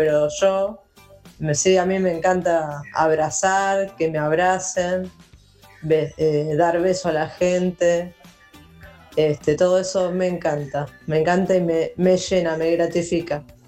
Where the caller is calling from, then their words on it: Loma del Mirador, Buenos Aires Province, Argentina; de Loma del Mirador.